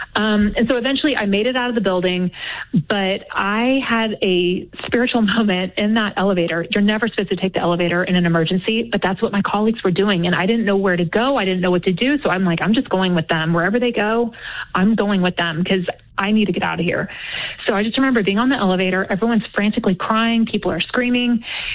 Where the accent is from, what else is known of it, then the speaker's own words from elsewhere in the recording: Texas, United States; So I'm from Texas.